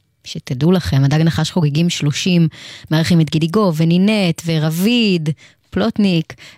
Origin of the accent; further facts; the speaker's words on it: Jerusalem, Jerusalem District, Israel; בתור ירושלמית מרגישה שזה זה, זה חלק מה-DNA.